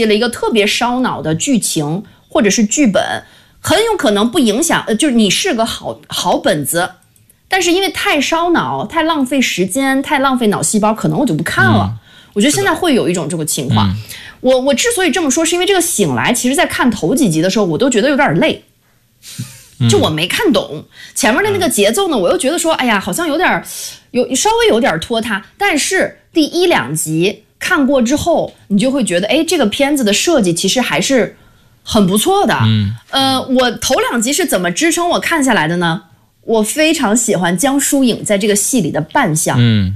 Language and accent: Chinese; China